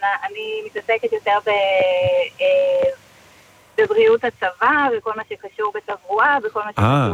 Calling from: Binyamina, Haifa District, Israel

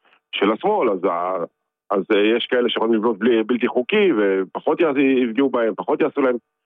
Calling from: Tel Aviv, Tel Aviv District, Israel; מתל אביב.

